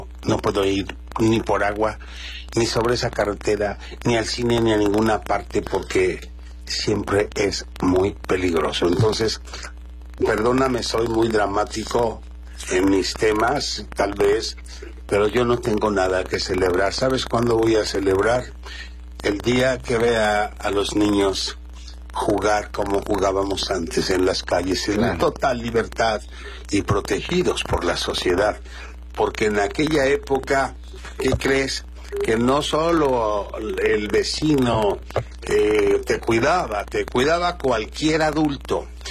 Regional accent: Mexico

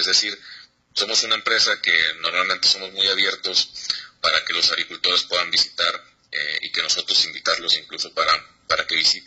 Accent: Sinaloa, Mexico; moved away as an adult; now in Guadalajara, Mexico; ya tengo 11 años viviendo en Guadalajara también, pero el corazoncito siempre va a estar ahí en Sinaloa.

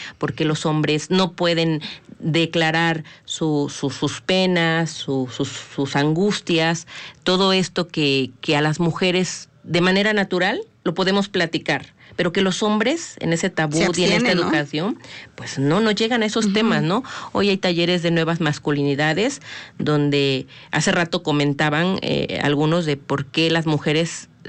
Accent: Puebla, Mexico

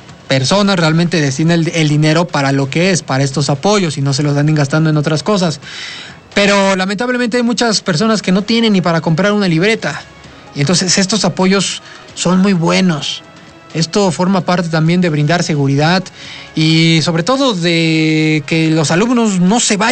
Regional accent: Mexico; yo como mexicano

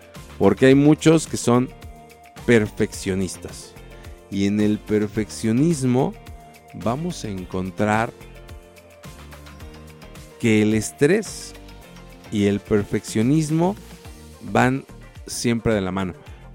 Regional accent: Mexico; como mexicanos nunca vamos a dejar de comer tacos.

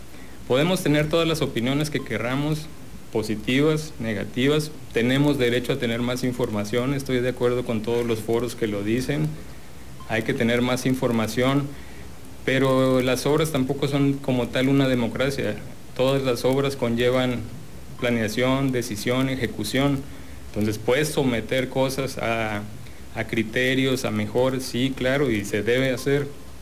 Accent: Tabasco, Mexico; antes que colores somos tabasqueños y lo que nos interesa, los que vivimos aquí y vamos a seguir viviendo, pues es que las cosas sean mejor para Tabasco.

